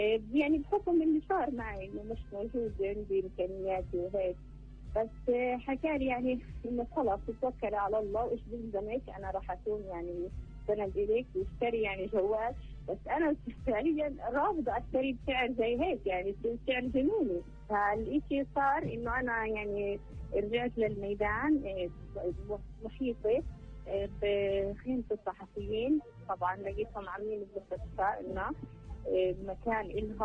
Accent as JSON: {"language": "Arabic", "region": "North Gaza", "country": "Palestine", "said": "رجعنا نزحنا على الصراط، بعد الصراط رجعنا على الصفاوي مكاننا كنا، بعدها من الصفاوي رجعت على الصراط، ولحتى الآن ضايلة أنا بالصراط ونازحة يعني في منطقتي."}